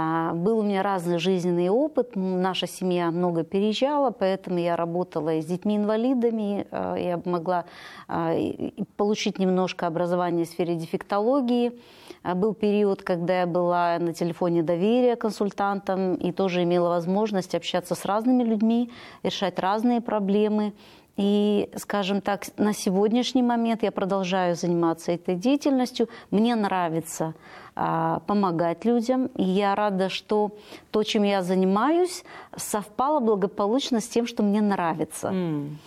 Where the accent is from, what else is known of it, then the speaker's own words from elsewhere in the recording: Odesa Oblast, Ukraine; Я выросла на Украине, на юге Украины, в теплых местах. Это Одесская область. У меня очень простая семья, простые родители.